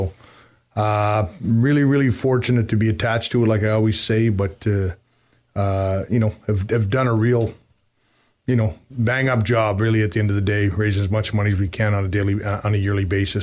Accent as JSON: {"language": "English", "town": "Frankville", "region": "Nova Scotia", "country": "Canada", "also_born_or_lived": "Antigonish County, Nova Scotia", "said": "I know I'm from Frankfield, Nova Scotia, but from, you know, County of Anakinish"}